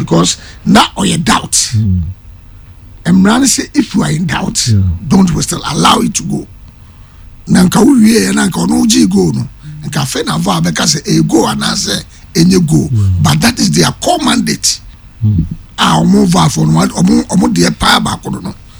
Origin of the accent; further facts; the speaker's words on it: Myanmar; At the end, I am from Myanmar, and I say any day.